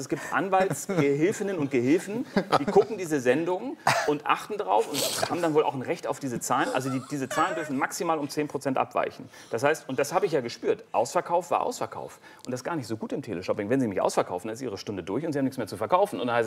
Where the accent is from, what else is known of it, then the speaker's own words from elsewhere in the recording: North Rhine-Westphalia, Germany; Und ich habe einen Großteil meiner Kindheit auf dem Bauernhof in Westfalen verbracht, wo meine Mutter herkommt.